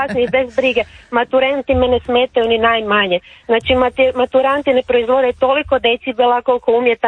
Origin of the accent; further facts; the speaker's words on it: Zagreb, City of Zagreb, Croatia; ja sam odrasla, sam tu stara sedjac, znači odrasla sam u Trnju.